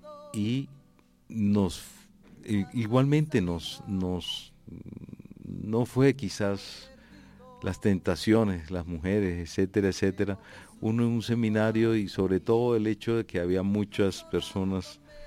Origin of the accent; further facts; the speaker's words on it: Riohacha, La Guajira, Colombia; also born or lived in Cartagena; now in Bogotá, Colombia; Me crié en La Guajira. Nací en Cartagena, pero me creo guajiro de nacimiento, porque yo creo que uno es donde se cría, ¿no? Amo esa tierra.